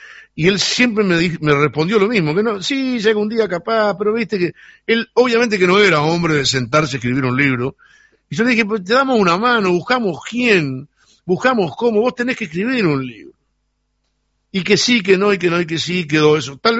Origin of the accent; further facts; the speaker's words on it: Sarandí del Yí, Durazno, Uruguay; yo vengo de Sarandí de allí